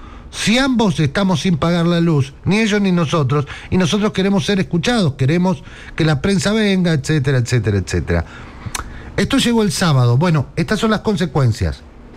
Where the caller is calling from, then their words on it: Berisso, Buenos Aires Province, Argentina; Soy de Berisso, barrio El Carmen.